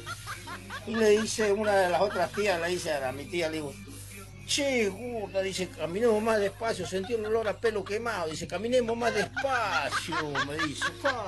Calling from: San Miguel del Monte, Buenos Aires Province, Argentina; acá San Miguel del Monte.

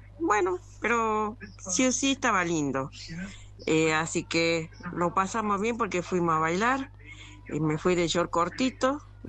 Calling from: Concepción, Tucumán, Argentina; de Ciudad de Concepción, de la Perla del Sur.

